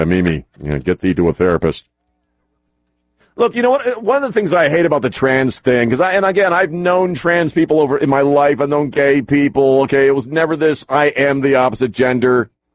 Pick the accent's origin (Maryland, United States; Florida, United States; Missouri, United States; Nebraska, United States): Maryland, United States; Baltimore; I like watching baseball, but that's mostly because I grew up around the Baltimore Orioles and my family was all into baseball.